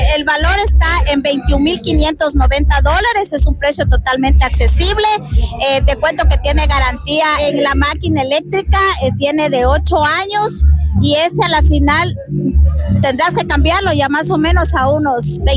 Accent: Catamayo, Loja, Ecuador; Tú sabes que yo soy de acá

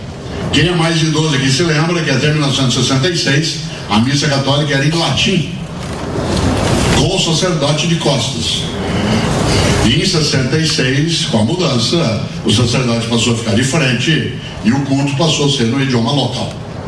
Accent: Londrina, Paraná, Brazil; born there; now in São Paulo, Brazil; Eu nasci em Londrina, no Lago do Paraná, sou caipira, Pé Vermelho, que é o nome que nós daquela região nos damos. Me mudei com a família para São Paulo no final do ano de 1967. Esse ano, durante 50 anos que eu estou em São Paulo.

